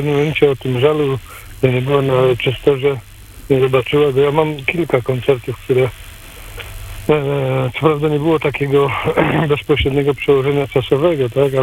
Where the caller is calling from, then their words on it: Gniezno, Greater Poland Voivodeship, Poland; witam z Gniezna.